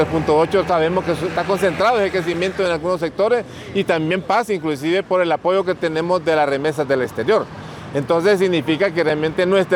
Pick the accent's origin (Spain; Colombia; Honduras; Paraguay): Honduras; pagamos los hondureños.